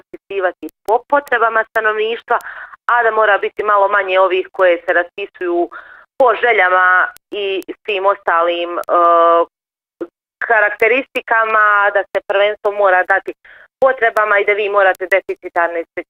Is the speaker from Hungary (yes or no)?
no; Federation of Bosnia and Herzegovina, Bosnia & Herzegovina; uzet ću Hercegovačko-neretvanski kanton, odakle sam ja